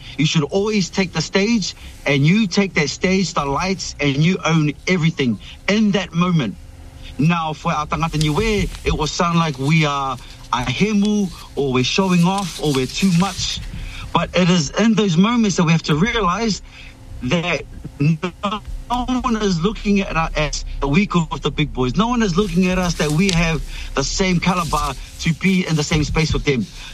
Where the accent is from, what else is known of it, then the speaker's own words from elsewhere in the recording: Niue; And so Malcolm and Hans and I, we're island boys from Niue